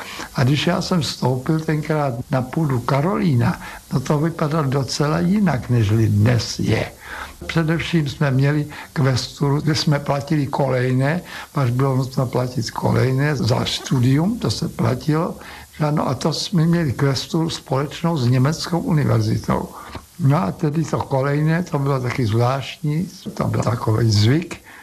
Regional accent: Prague, Czechia; born there; kde jsme bydleli tam, kde dneska končí tunel letenský a tam končila taky Praha.

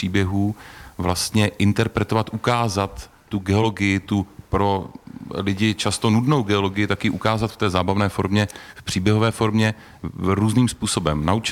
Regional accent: Chrudim, Pardubice Region, Czechia; Já jsem z Chrudimi, ale no, tak, jestli to chcete říct

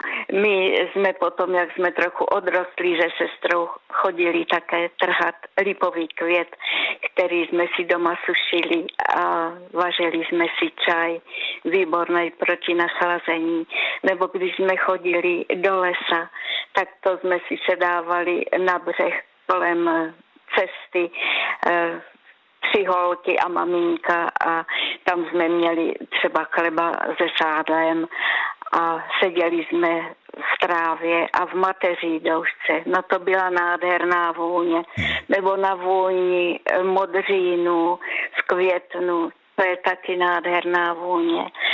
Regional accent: Senica, Trnava Region, Slovakia; moved away; pocházím z vesnice, ze Senice

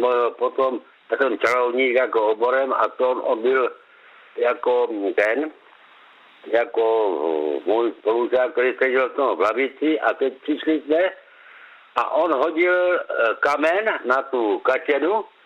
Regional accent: Krnov, Moravian-Silesian Region, Czechia; Já jsem rodák z Krnova

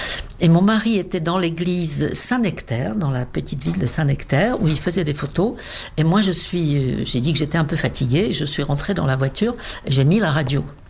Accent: South Bohemian Region, Czechia; born there; French is a second language; Je suis très, très attachée à mon pays natal. Très, presque trop, je dirais. Peut-être aussi parce que c'est la Bohême du Sud, qui est quand même une très jolie région.

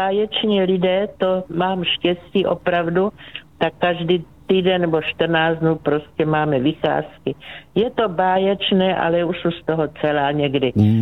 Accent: South Moravian Region, Czechia; Takže já jsem z Moravy, takže tam od Břeclavy, takže u nás bylo vždycky vína dost, tatínek dělal víno

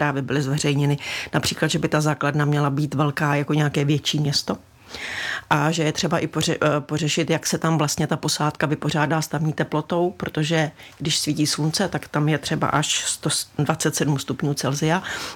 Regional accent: Pardubice Region, Czechia; Já jsem z Pardubic

